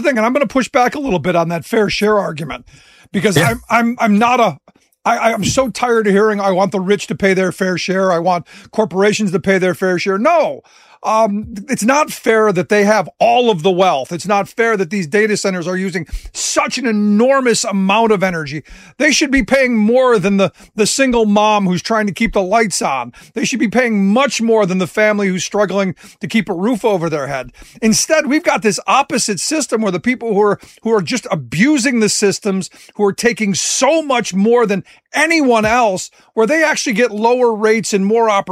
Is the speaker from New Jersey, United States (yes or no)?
no; Cleveland, Ohio, United States; No, look, I grew up in Cleveland, and this, I hate to cut you off, but I grew up in Cleveland